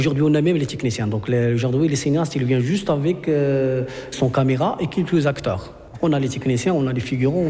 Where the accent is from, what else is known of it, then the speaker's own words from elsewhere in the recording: Morocco; chez nous au Maroc